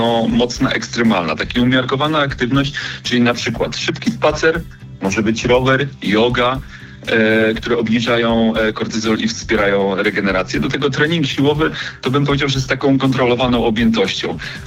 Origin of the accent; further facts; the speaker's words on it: Warmian-Masurian Voivodeship, Poland; ja pochodzę z Mazur